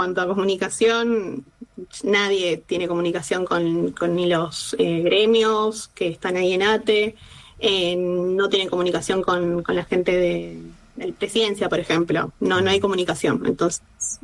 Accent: Argentina

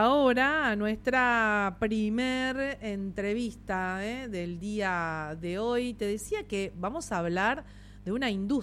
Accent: Argentina

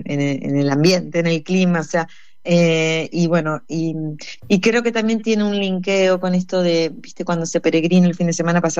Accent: Pehuajó, Buenos Aires Province, Argentina; moved away as an adult; now in Luján, Argentina; Yo nací en Pehuajó y cuando cumplí los 18 años me fui a estudiar a Buenos Aires.

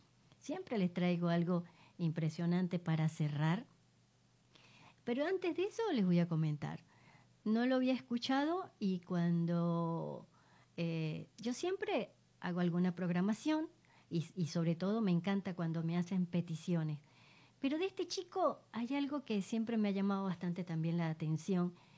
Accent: Venezuela; como decimos nosotros en Venezuela

